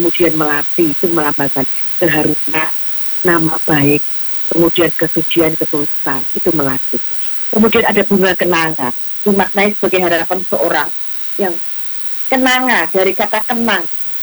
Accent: Java, Indonesia

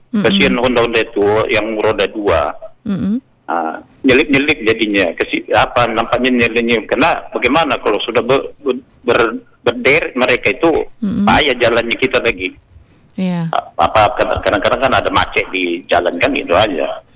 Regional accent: Pekanbaru, Riau, Indonesia; Karena saya orang Muara Pajar, maksudnya saya sebut Muara Pajar

